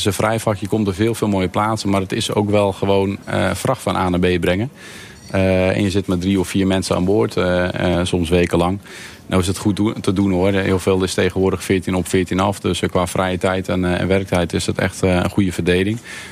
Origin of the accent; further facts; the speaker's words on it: Friesland, Netherlands; Maar ik ben een Fries jongetje en ik woonde aan het water.